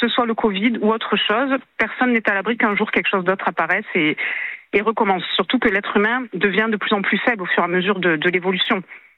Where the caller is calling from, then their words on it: Marseille, Provence-Alpes-Côte d'Azur, France; accent: accent du Sud; Moi, je suis de Marseille.